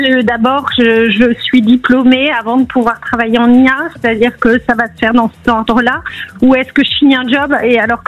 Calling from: Île-de-France, France; Je vous appelle de la région parisienne.

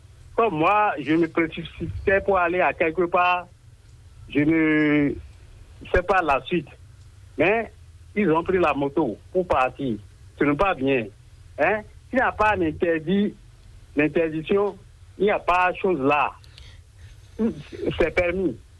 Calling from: Benin; Je vous appelle à Guémilarin, arrondissement d'Azoïse, commune d'Adion.

